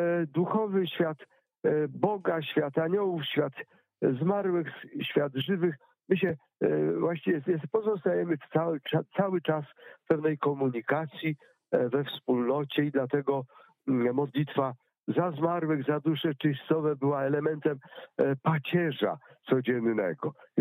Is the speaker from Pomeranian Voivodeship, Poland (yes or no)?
yes; Pomeranian Voivodeship, Poland; Właściwie po raz pierwszy i ostatni w życiu mogłem zwiedzać mój rodzinny kraj, Kaszuby.